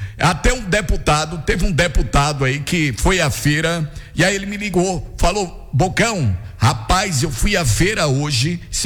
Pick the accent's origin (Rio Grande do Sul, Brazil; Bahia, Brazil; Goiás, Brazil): Bahia, Brazil; Guanambi; nós somos de Guanabí